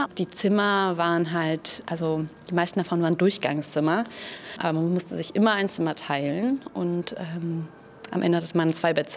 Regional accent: Berlin, Germany; Lustigerweise war genau der Mauerpark sehr wichtig in meiner Jugend, das war der Ort, also ich bin in Mitte auch zur Schule gegangen

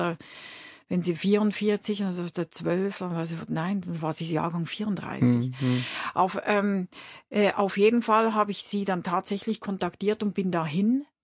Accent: Winterthur, Zurich, Switzerland; weil sie war eine Weile lang in Winterthur, wo ich aufgewachsen bin, im Orchester und war dann später sogenannte Zuzügerin. Ich weiß nicht, wie man das in Deutschland sagt, irgendwie so Aushilfe.

